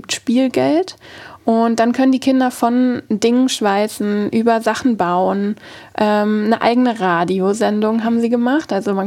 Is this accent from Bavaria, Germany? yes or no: no; Hamburg, Germany; ich bin schon da an Hamburg aufgewachsen und so teilweise in Wilhelmsburg.